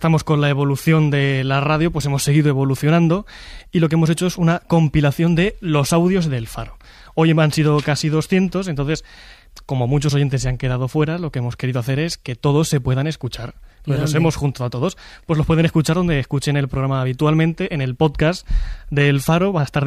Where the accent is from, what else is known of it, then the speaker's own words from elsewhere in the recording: Villanueva de la Jara, Castilla-La Mancha, Spain; Yo soy de Villanueva de la Jara, en Cuenca.